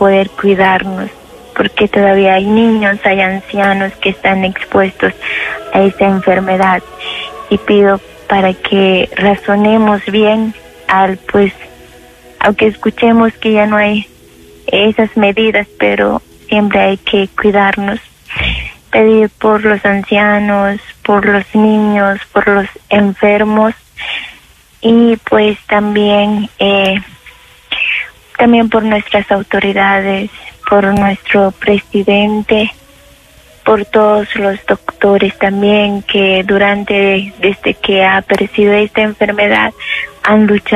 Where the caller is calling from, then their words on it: Guatemala; más que todo por mi pueblo de Guatemala